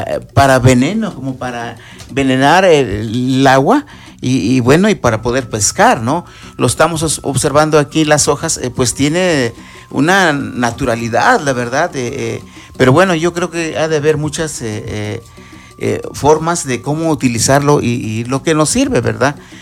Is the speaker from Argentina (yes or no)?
no; Zacatipan, Puebla, Mexico; soy originario de Zacatipan, antes está ahí donde yo crecí, está el río Apulco, cercano